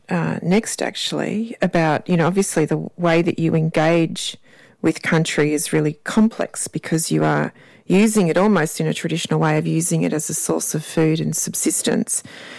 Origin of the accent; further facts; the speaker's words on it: Cooma, New South Wales, Australia; born there; I was born in Cooma, but I was born in the town, so not that kind of country girl, but a happy country girl all the same.